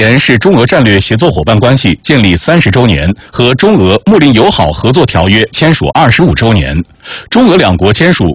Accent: Henan, China; now in Sichuan-Chongqing area, China; 你像我们那个地区，因为我是河南的嘛，我们河南南部的一个信阳地区

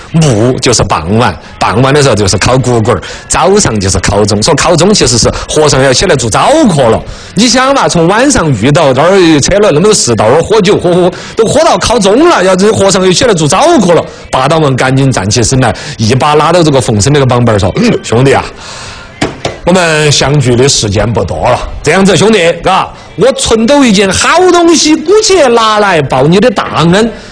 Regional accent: China

